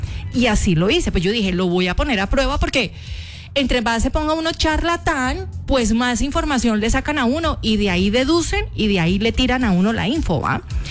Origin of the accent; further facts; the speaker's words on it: Colombia; ta, ta, ta, me gusta esto, vengo de Colombia, trrr, soy periodista, soy comunicadora